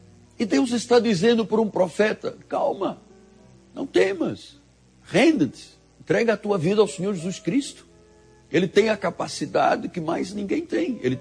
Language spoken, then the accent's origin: Portuguese; Angola; born there; quando eu era um jovem no exército lá em Angola, onde eu nasci, uma antiga colônia de Portugal